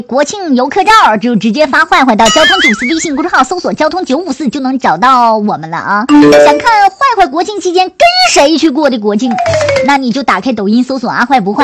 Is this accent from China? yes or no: yes; Hainan, China